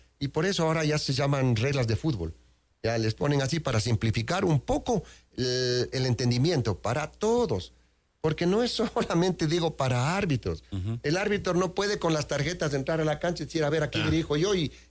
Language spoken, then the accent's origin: Spanish; Ecuador; now in Switzerland; yo soy ecuatoriano